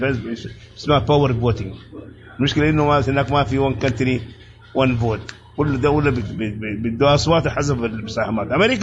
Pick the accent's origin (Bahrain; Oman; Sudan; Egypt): Sudan; احنا هسه عندنا في السودان